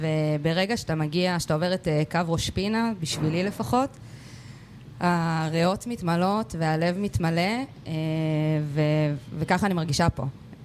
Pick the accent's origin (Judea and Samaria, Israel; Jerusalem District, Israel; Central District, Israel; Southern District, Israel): Jerusalem District, Israel; Ora; moved away as an adult; now in Amir, Israel; אני היום מאמיר, במקור ממושב אורה, ליד ירושלים.